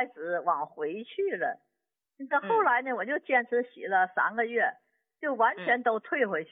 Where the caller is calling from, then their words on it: Shenyang, Liaoning, China; 我是沈阳的。